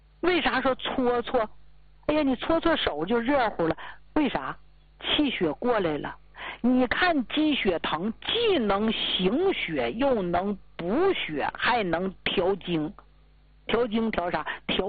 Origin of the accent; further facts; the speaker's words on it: Northeast China, China; 咱们东北人不知道吗？